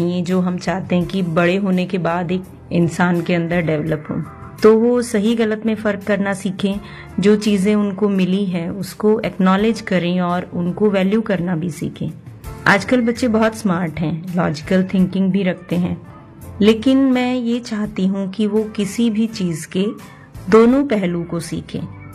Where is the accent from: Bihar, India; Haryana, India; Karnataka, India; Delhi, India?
Delhi, India; मैं दिल्ली से हूँ।